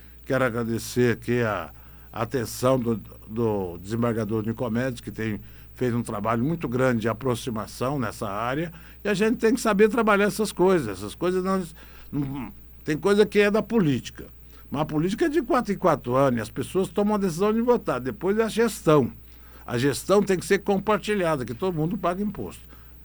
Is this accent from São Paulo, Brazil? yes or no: no; Buriti Alegre, Goiás, Brazil; eu sou aqui de Buriti Alegre